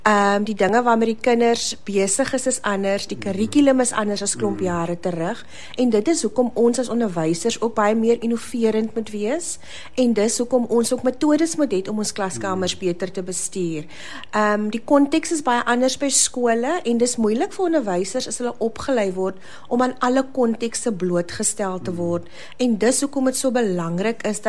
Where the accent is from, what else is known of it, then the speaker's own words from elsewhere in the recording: Kuils River, Western Cape, South Africa; Ja, ek is van die Kaap. Ek is van Kuilsrivier. Ek bly in Kuilsrivier.